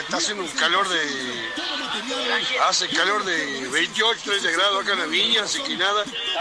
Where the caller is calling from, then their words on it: La Viña, Salta, Argentina; Hola, Marcelo. Hey. Somos de la Viña. Queremos participar.